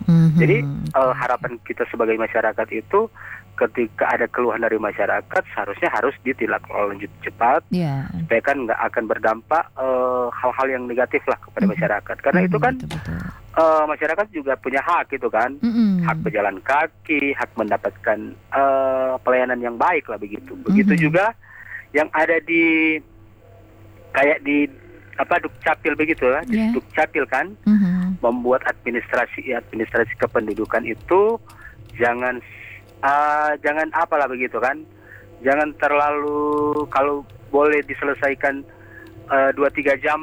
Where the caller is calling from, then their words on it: Manado, North Sulawesi, Indonesia; Tapi kalau aku dari Manado enggak apa-apa kan?